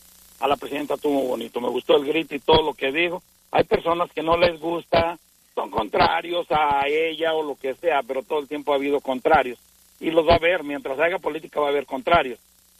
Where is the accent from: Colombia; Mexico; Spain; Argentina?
Mexico; born there; first language Spanish; yo traemos sangre de española y somos mexicanos, nacimos en México. Yo me siento orgulloso de la herencia que tengo de mis abuelos, bisabuelos y nuestros descendientes anteriores